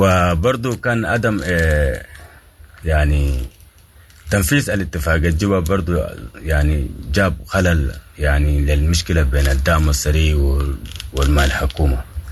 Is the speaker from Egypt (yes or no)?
no; Sudan; نعم نحن قاعدين نتابعوا كسودانيين وفقدنا الوطن نتالب عن قضايانا